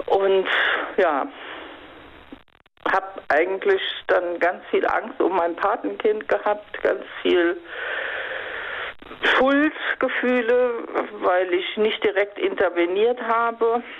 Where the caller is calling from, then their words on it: Rhineland-Palatinate, Germany; Ja, RPR Einzugsgebiet Rheinland-Pfalz.